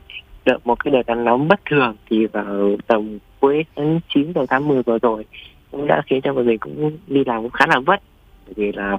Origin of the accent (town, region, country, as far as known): Hanoi, Vietnam